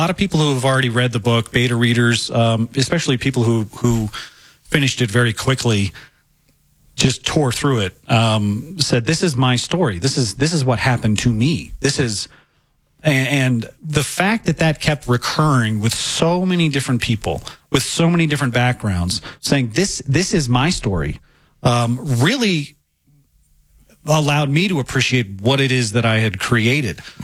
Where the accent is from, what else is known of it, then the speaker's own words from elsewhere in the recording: Fayetteville, Arkansas, United States; when I was growing up in Arkansas, as Jehovah's Witness